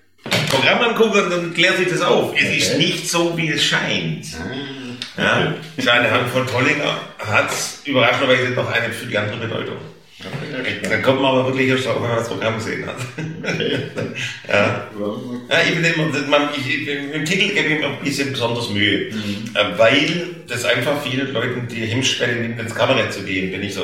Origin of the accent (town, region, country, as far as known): Stuttgart, Baden-Württemberg, Germany; accent: Swabian